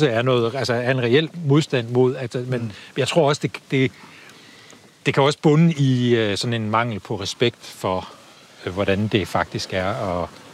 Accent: North Denmark Region, Denmark; now in Copenhagen, Denmark; Jeg er vokset op i Himmerland. Og har boet i en lille landsby syd for Aarhus, og nu bor jeg så i midten af København.

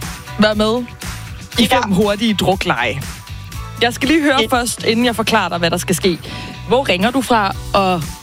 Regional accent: Viborg, Central Denmark Region, Denmark; Jeg er selv fra Viborg

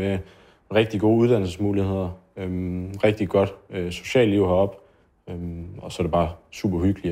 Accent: Fanø, Region of Southern Denmark, Denmark; also born or lived in Esbjerg; Altså jeg vil altid have der, hvor jeg kommer fra, meget kært, især Fanø og også Esbjerg.

